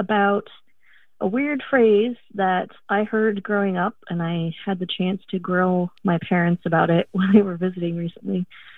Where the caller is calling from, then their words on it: Savannah, Georgia, United States; I am calling from Savannah, Georgia.